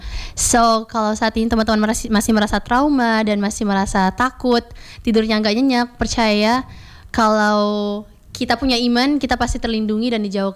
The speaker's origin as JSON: {"language": "Indonesian", "town": "Ende", "region": "East Nusa Tenggara", "country": "Indonesia", "tie": "born or raised there", "said": "aku tumbuh besar di ND, Flores, Nusa Tenggara Timur, tanah yang kaya akan alamnya, budayanya, juga cara hidup masyarakat yang unik ya"}